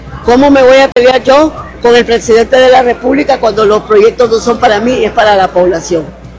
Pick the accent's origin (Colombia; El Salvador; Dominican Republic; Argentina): El Salvador; soy salvadoreña al servicio de un país.